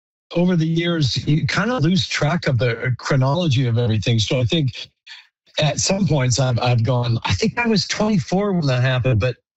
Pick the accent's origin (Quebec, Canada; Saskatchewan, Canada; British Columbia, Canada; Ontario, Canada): Saskatchewan, Canada; Regina; I come from Regina, where there wasn't a whole lot of blues players in town